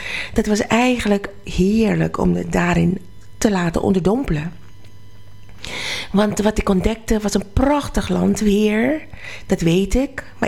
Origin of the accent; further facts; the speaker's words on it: Suriname; moved away; toen ik opgroeide in Suriname